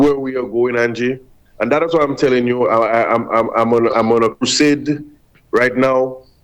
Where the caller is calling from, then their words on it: St. Lucia; St. Lucia ended up staying under the English, and that's why we're English today.